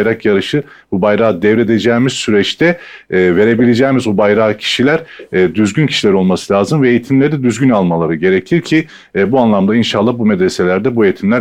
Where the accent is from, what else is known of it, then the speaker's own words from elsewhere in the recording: Of, Trabzon, Turkey; born there; moved away; Bu sene işte memleketimiz Of'taydık hocam.